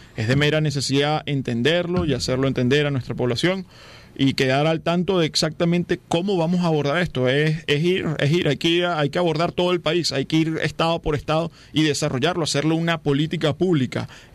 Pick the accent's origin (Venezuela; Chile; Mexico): Venezuela; que no sea un contexto político en el que lo estoy diciendo desde un contexto como venezolano.